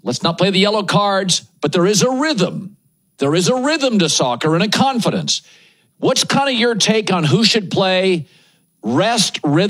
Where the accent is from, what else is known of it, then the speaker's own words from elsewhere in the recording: Pacific Northwest, United States; I'm from the Pacific Northwest, which is a great soccer region in America.